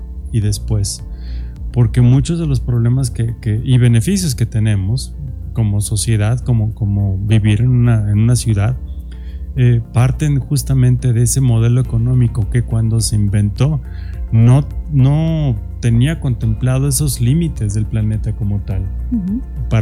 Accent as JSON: {"language": "Spanish", "region": "San Luis Potosí", "country": "Mexico", "said": "nosotros como mexicanos, o incluso a lo mejor hasta como potosinos."}